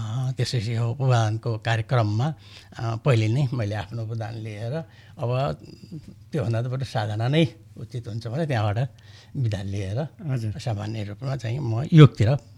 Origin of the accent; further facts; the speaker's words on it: Ghorahi, Lumbini Province, Nepal; moved away as an adult; now in Banke, Nepal; मेरो जन्म चाहिँ दाङ, अहिले हाल घोराई उपमहानगरपालिका वडा नम्बर 12 हापुर भन्ने ठाउँमा मेरो जन्म भएको हो 2023 सालमा। र बाल्य जीवन पनि त्यहीँ बित्यो, शिक्षा दीक्षा पनि त्यहीँ बित्यो